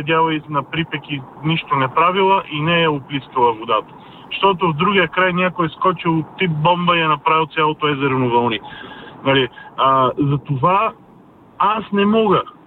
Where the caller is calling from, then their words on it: Sofia, Sofia City, Bulgaria; от София.